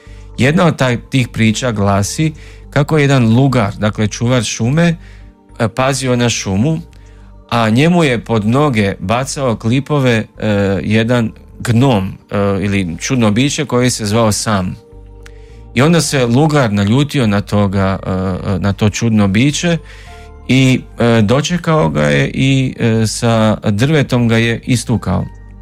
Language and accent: Croatian; Babska, Vukovar-Srijem County, Croatia; moved away; rodom sam iz mjesta Babska gdje rad odlazim, gdje žive i moji.